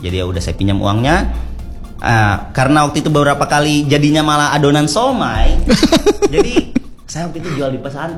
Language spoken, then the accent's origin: Indonesian; Sulawesi, Indonesia; saya orang Sulawesi tidak enakan ini.